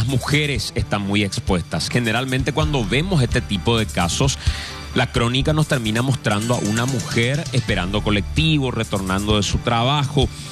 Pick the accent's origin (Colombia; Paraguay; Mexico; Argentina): Paraguay